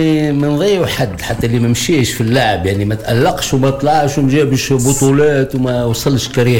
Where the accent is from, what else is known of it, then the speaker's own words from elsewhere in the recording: Tunisia; في تونس عندنا